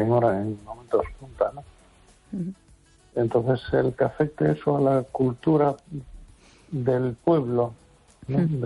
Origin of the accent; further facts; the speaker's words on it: Las Palmas de Gran Canaria, Canary Islands, Spain; A ver, yo, con todo mi respeto, soy pueblo canario. Yo en las Canarias, en la Palma de Gran Canaria